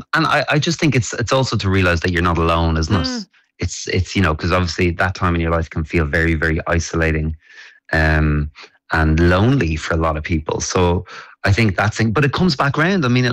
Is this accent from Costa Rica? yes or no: no; Ireland; I think actually as Irish people, we have an innate ability to find connection.